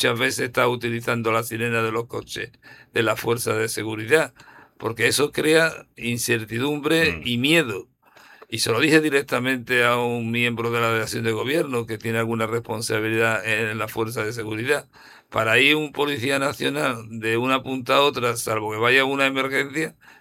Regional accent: Ceuta, Spain; los que somos de Ceuta

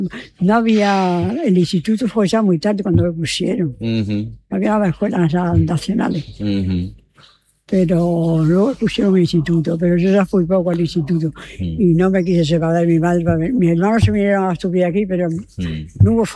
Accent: Extremadura, Spain; moved away as an adult; Nada, mira, me he criado en un pueblo. Soy extremeña.

